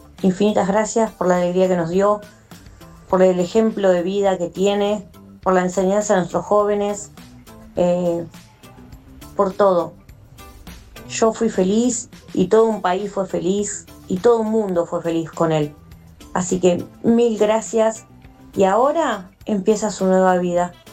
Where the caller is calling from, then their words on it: San Antonio de Padua, Buenos Aires Province, Argentina; Soy de San Antonio de Padua.